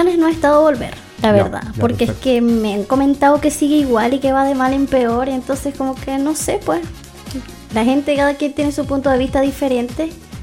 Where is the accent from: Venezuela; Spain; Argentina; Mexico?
Venezuela; moved away as an adult; now in Chile; Soy venezolana, estoy en Chile hace probablemente casi un año.